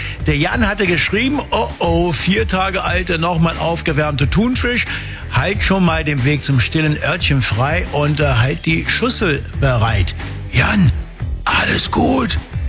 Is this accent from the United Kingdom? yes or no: yes; England, United Kingdom; now in Germany; ich bin ja Engländer